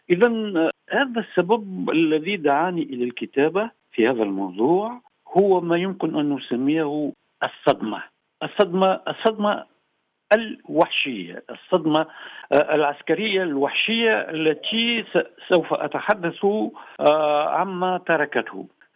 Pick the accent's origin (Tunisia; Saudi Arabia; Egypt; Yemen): Tunisia; Bizerte, Bizerte Governorate; أنا من مواليد بنزرت سنة 52 و900 وألف، شهدت وقائع معركة بنزرت وأنا طفل.